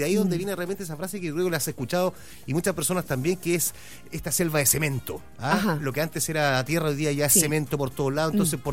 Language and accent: Spanish; Hualpén, Biobío, Chile; como, bueno, provengo ahí de Hualpén, Talcahuano, también estoy muy al tanto de todas las cosas que suceden por allá.